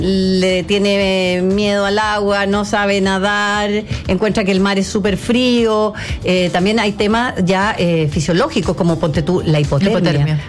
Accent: Chile

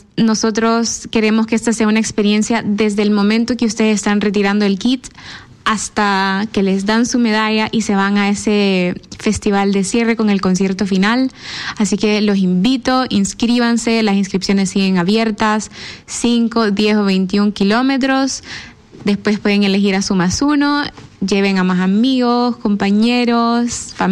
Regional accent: El Salvador; moved away as an adult; now in Chile; Yo soy de El Salvador, sí.

